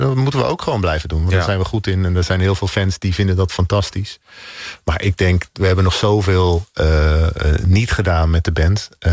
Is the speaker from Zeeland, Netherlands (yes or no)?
yes; Zeeland, Netherlands; mijn ouderlijk huis in Oosterburg, dat lag tussen, het ligt nog steeds tussen Middelburg en Vlissingen, waar ik ben opgegroeid.